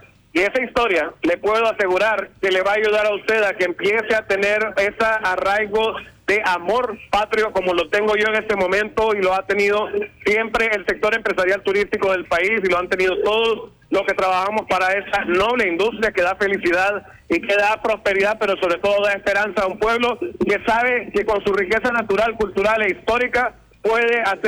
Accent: Honduras; los buenos hondureños somos más, los hondureños que queremos que Honduras salga adelante somos más, y esos son los que nos quedamos en Honduras.

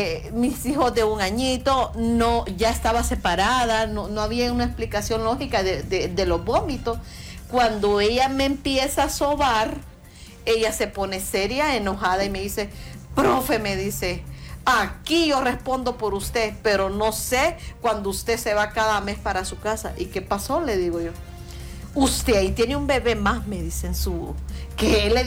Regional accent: Olancho, Honduras; porque yo soy de Olancho.

